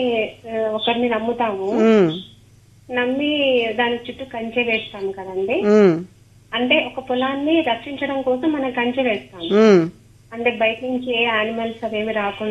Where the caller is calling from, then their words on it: Kurnool, Andhra Pradesh, India; నేను కర్నూలు నుంచి చేస్తున్నానండి